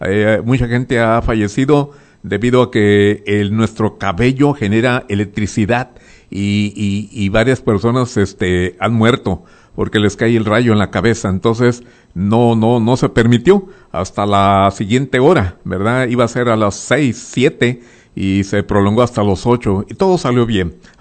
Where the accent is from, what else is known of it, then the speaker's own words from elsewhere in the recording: Santiago Ixcuintla, Nayarit, Mexico; now in Tepic, Mexico; mi pueblo Santiago